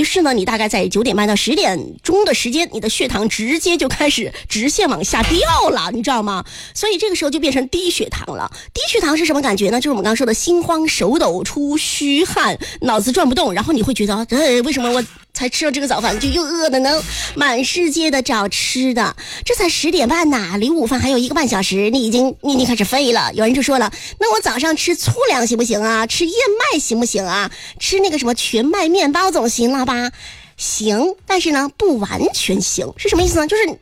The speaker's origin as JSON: {"language": "Chinese", "region": "Sichuan", "country": "China", "accent": "Sichuan dialect", "said": "这是我们四川的方言，有些小伙伴听得懂。"}